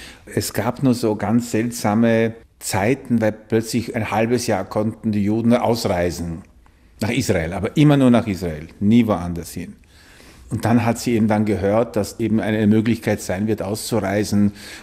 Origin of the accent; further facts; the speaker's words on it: Poland; now in Austria; meine Jugend in Polen, wo ich aufgewachsen bin und wo ich doch auch immerhin in die Schule gegangen bin und wo ich ja gelebt habe und wo ich habe auch Polnisch gesprochen und ich habe auch Polnisch gelesen.